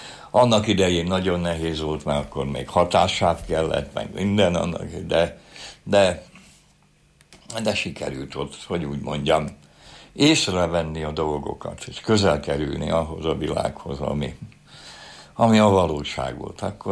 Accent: Budapest, Hungary; mert én ott nevelkedtem olyan helyen, ahol a világ legszebb helye

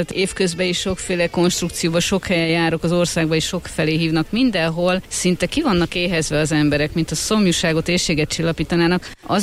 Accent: Somogy, Hungary; Hát ugye én somogyi vagyok, kicsit hazabeszélek

